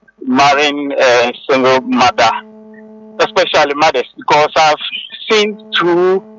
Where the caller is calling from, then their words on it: Danfa, Greater Accra, Ghana; calling from Danfa.